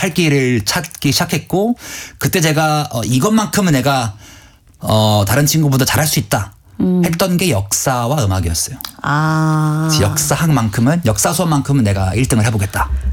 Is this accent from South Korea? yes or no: yes; Gangwon, South Korea; 근데 그 중에 강원도 출신이 저밖에 없는 겁니다.